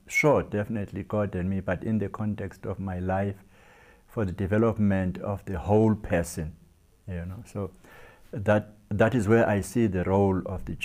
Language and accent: English; Mthatha, Eastern Cape, South Africa; When I say I'm from Tata, Eastern Cape, I always say where Nelson Mandela is born and buried.